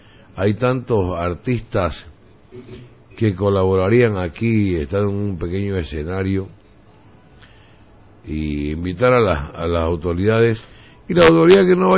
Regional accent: Santa Cruz, Bolivia; mi pueblo Santa Cruz.

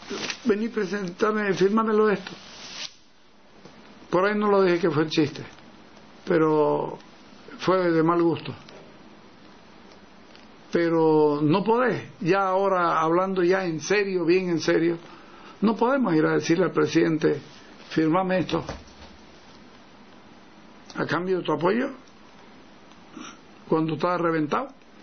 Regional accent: Santa Cruz, Bolivia; como no pienso dejar de ser boliviano, pues no me estorba hacerlo, soy muy cruceño, soy 10 veces más cruceño que boliviano

